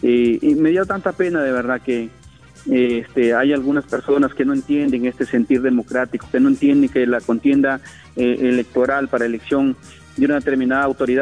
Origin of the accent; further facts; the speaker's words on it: Olmos, Lambayeque, Peru; born there; nuestro pueblo de Olmos